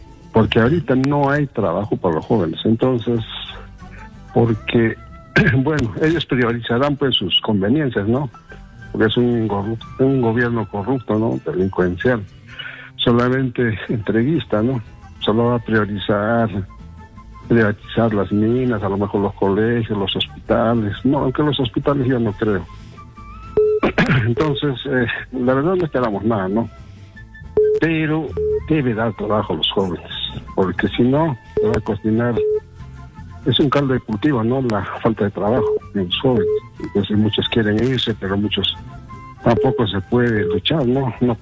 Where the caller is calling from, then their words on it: Arequipa, Peru; de Arequipa.